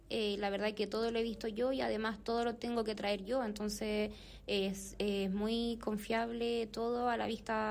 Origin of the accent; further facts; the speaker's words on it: La Calera, Valparaíso, Chile; Yo vengo de la localidad de La Calera